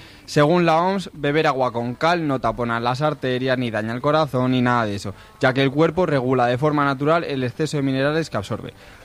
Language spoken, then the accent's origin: Spanish; Madrid, Community of Madrid, Spain; porque no en Madrid, que como madrileño tengo que decir que tenemos el mejor agua del mundo.